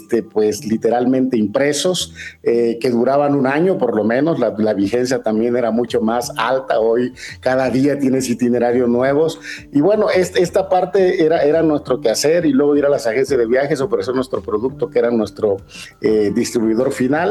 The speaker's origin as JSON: {"language": "Spanish", "country": "Mexico", "said": "somos los mexicanos, la verdad, un pueblo hospitalario y extraordinario por naturaleza."}